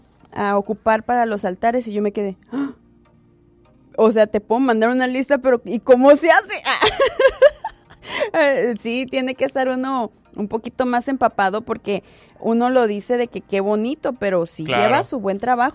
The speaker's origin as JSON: {"language": "Spanish", "country": "Mexico", "said": "yo como buena mexicana"}